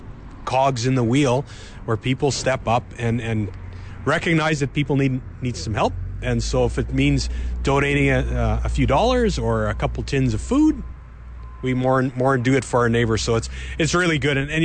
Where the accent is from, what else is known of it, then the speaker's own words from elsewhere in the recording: Grunthal, Manitoba, Canada; I grew up in Grenthal, born and raised.